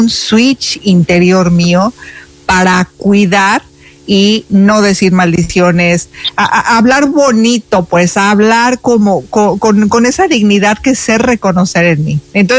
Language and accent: Spanish; Mexico; como buena mexicana que creció con mucho adulto